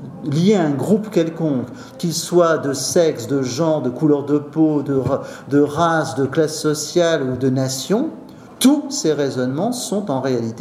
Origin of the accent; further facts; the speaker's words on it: France; je viens de France.